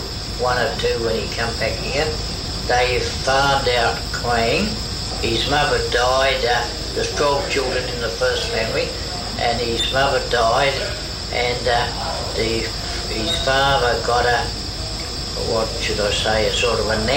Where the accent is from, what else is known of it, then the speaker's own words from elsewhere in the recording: New South Wales, Australia; down to 30 William Street where I stayed the rest of my life. I've never got out of William Street. I was born in Kewanee Private Hospital. That's 20 William Street.